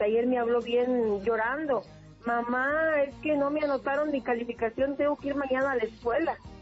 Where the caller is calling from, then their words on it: Guerrero, Mexico; Yo estoy en el estado de Guerrero.